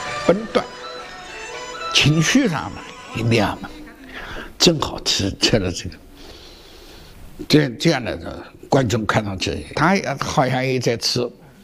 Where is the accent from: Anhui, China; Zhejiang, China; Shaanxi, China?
Zhejiang, China; Huzhou; 那是我们湖州的土话呢。